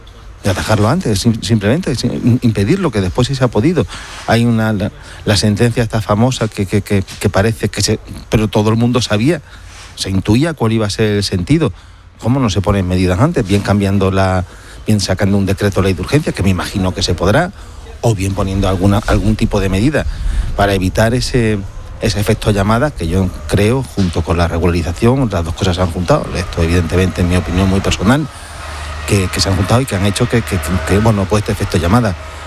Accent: Ceuta, Spain; yo como soy de Ceuta y me siento muy de Ceuta

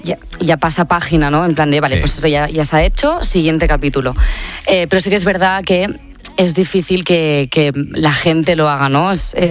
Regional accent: Tiana, Catalonia, Spain; Yo soy de Barcelona, bueno, de Tiana, en realidad, de un pueblo de alrededores, del Maresme.

